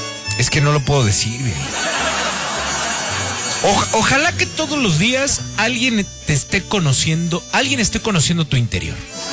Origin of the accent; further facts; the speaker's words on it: Mexico; soy mexicano hasta la médula.